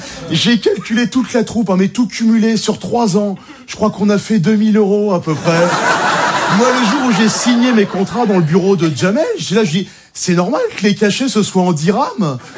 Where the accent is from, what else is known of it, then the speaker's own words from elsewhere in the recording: La Courneuve, Île-de-France, France; Non, moi j'ai grandi à la Courneuve, je suis intermittent du spectacle, je fais les heures.